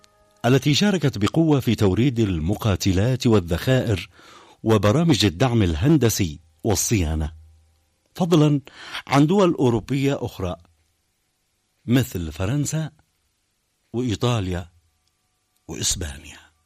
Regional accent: Yemen; اليوم الأول للعدوان على بلادنا اليمن

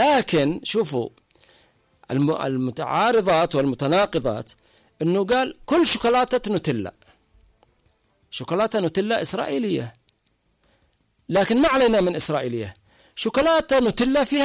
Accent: Yemen; عندنا في اليمن

